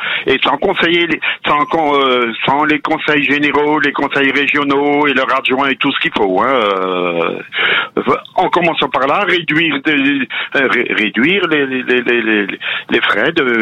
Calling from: Grand Est, France; D'Ildac, à côté de Mulhouse.

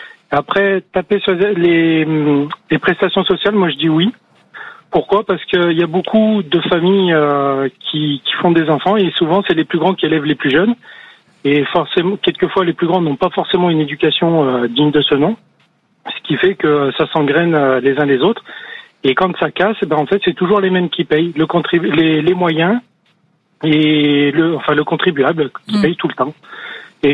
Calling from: Provence-Alpes-Côte d'Azur, France

